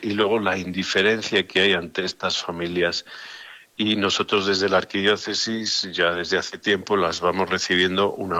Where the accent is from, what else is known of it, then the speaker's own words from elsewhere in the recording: Mexico; Y ahora vendrá el día del grito y todos somos eufóricos y uh-huh. todos somos mexicanos